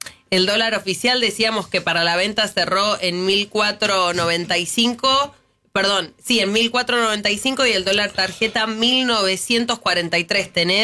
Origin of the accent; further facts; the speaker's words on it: Argentina; Somos los argentinos.